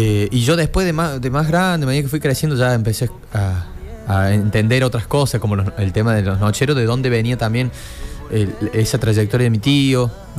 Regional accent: Córdoba, Argentina; Cordobés, sí. Nacido aquí, criado acá. En Barrio José Hernández. Ahí me acrecié y me crié siempre.

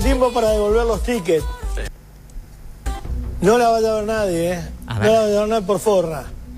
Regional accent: Argentina

